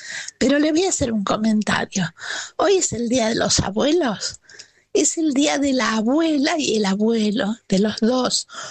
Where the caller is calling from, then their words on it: Buenos Aires, Argentina; de Villa del Parque.